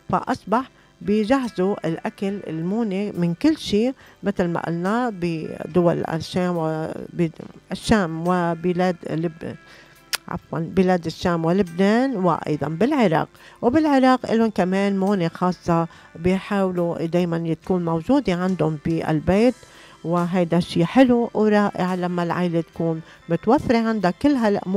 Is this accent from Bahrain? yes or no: no; Lebanon; moved away; عنا بضيعتنا لما كنا بلبنان